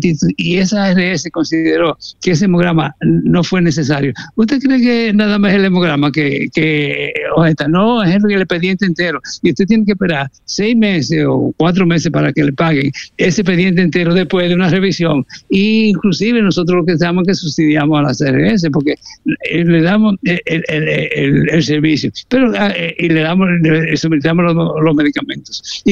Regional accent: Cibao, Dominican Republic; accent: Cibaeño; Déjeme aclararle en español, bien, o en cibaeño

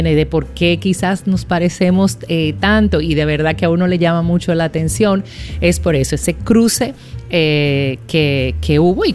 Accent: Dominican Republic

